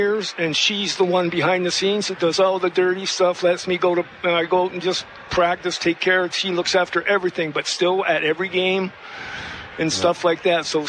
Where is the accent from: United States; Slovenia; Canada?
Canada; Vancouver, British Columbia; and in the east end of Vancouver where I grew up, and it couldn't have been any better.